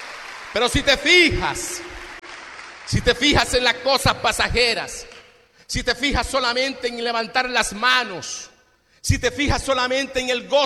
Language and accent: Spanish; Villanueva, Colombia; moved away; El 31 de diciembre yo celebré en mi pueblo, Villanueva.